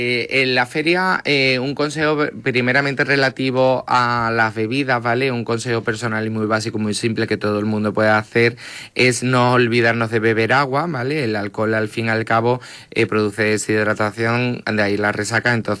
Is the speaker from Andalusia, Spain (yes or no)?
yes; Andalusia, Spain; somos muy andaluces